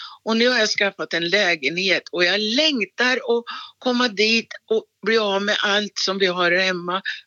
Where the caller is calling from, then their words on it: Åby, Sweden; jag har mina vänner där och jag är från Åby.